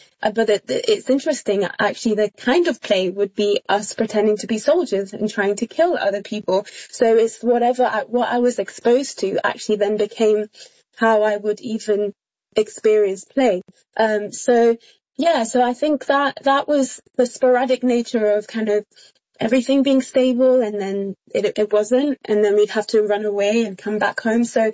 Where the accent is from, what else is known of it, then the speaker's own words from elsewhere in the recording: DR Congo; And I remember growing up in Congo, just so many times where the soldiers would come